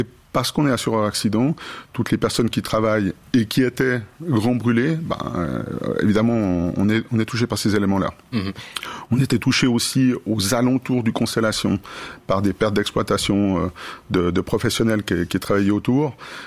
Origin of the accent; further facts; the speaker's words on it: Romandy, Switzerland; parce qu'on est romand